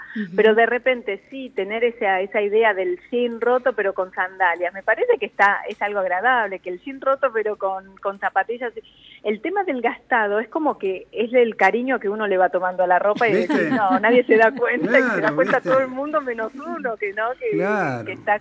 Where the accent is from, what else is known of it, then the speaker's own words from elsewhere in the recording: Argentina; Y nosotros creo que como argentinos tenemos que hacer algo con el tema de los calces